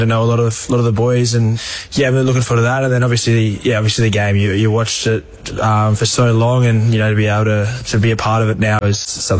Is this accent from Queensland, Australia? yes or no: yes; Queensland, Australia; being a Queenslander